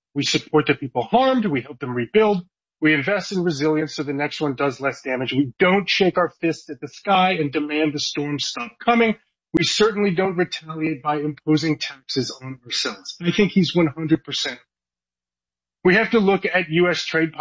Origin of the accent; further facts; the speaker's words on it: Ontario, Canada; And Ontario, again, you know, I'm from Ontario, so I'm speaking mostly to Doug Ford